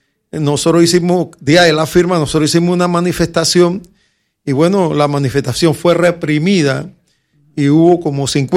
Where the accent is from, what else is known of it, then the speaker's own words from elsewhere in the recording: Panama; nosotros pudiéramos hablar como panameños.